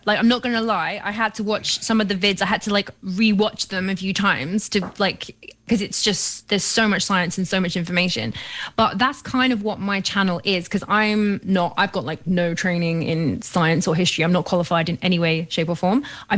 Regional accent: London, United Kingdom; I'm from London, and it's coming up to midnight.

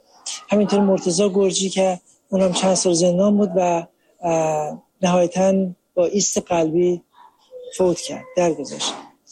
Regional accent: Iran; now in United States; از امریکا اومدم و زندانی سیاسی سابق دهه 60 هستم.

